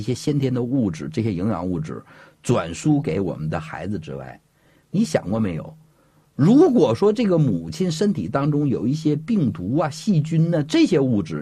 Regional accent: China; 我们中国人有个非常好的传统，要做好月子

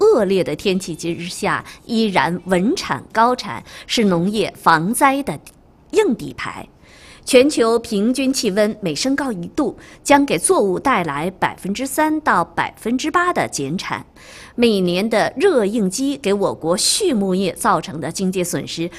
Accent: Northeast China, China; 这么欢快的节奏的确是符合我们东北人的特点啊。我们东北人呢喜欢热闹，爱快言快语。

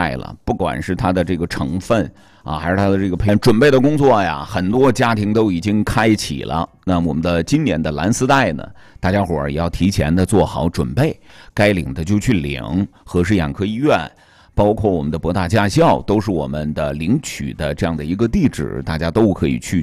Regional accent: Jinzhou, Liaoning, China; 咱们锦州的老乡

